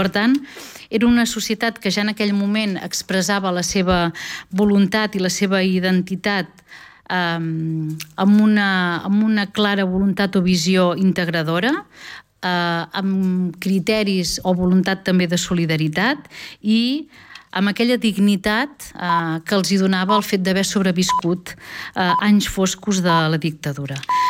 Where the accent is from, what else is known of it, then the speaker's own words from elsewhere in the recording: Catalonia, Spain; com a catalans i catalanes